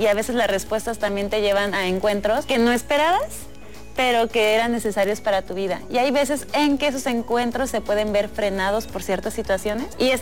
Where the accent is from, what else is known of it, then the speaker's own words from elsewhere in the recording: Mexico; que realmente pues espejea mucho lo que somos los mexicanos